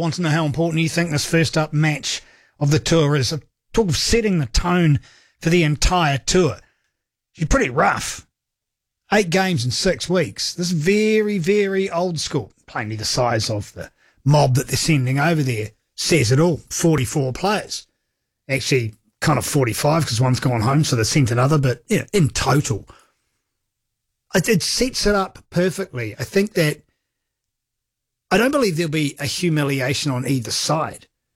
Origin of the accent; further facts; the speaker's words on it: Auckland, New Zealand; I'm a domesticated Aucklander.